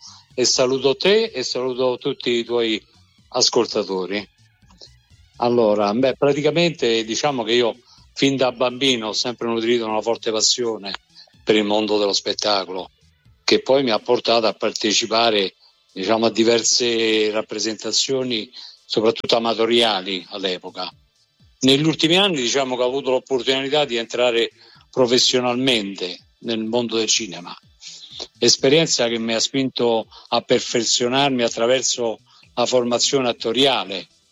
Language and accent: Italian; Latina, Lazio, Italy; io sono di Latina